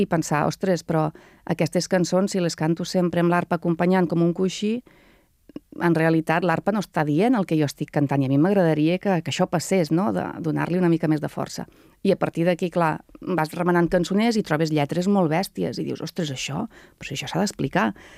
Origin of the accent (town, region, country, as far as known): Catalonia, Spain; moved away; also born or lived in Belgium